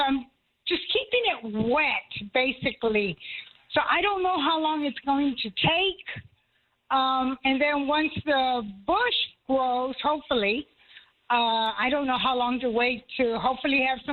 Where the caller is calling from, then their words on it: Elmendorf, Texas, United States; Elmendorf.